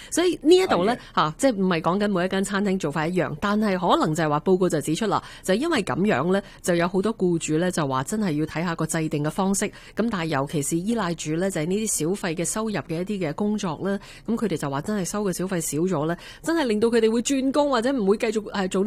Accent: Hong Kong; 我哋喺香港即系长大嘅

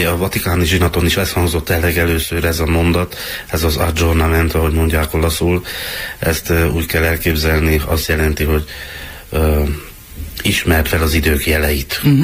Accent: Miercurea Ciuc, Harghita, Romania; Erdélyből, a mai Románia területéről. Csíkszeredában születtem 1977-ben, április 4-én.

